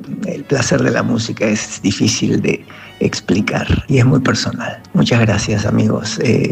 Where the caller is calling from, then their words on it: Buenos Aires, Argentina; de Almagro